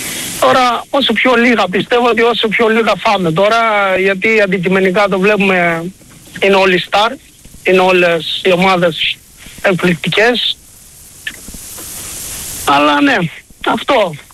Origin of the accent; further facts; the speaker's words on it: Crete, Greece; είμαι από Κρήτη, τηλεφωνώ.